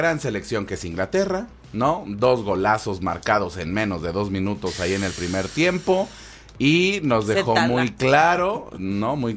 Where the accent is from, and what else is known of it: Mexico